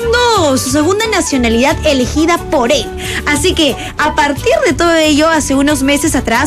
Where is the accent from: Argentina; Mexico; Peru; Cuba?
Peru